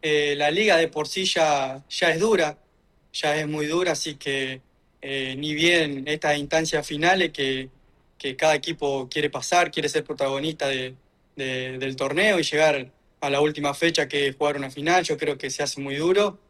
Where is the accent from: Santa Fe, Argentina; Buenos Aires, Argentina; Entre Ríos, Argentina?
Santa Fe, Argentina; San Justo; moved away as an adult; now in San Guillermo, Argentina; Yo soy de San Justo, Santa Fe.